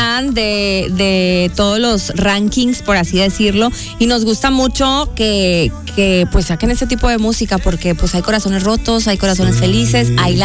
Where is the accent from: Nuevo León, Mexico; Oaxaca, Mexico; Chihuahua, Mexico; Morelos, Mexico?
Nuevo León, Mexico; Monterrey; nosotros como buenos regios nos encantan los tacos